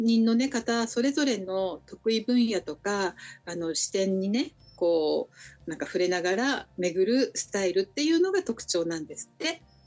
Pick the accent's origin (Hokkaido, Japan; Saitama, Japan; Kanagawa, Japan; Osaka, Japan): Hokkaido, Japan; now in Matsumoto, Japan; 私は北海道で生まれ育ったので